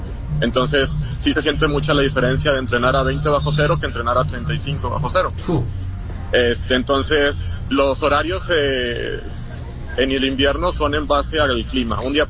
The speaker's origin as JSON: {"language": "Spanish", "country": "Mexico", "moved": "as an adult", "lives_now": "Mongolia", "said": "fui el primer mexicano en llegar aquí a Mongolia, de hecho yo era el único latino del equipo"}